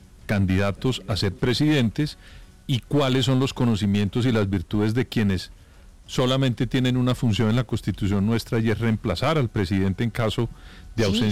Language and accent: Spanish; Colombia; los que terminamos perdiendo somos los colombianos